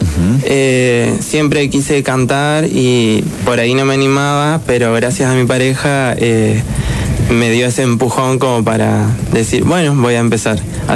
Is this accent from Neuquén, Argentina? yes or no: no; Santa Elena, Entre Ríos, Argentina; now in Paraná, Argentina; Soy de Santa Elena.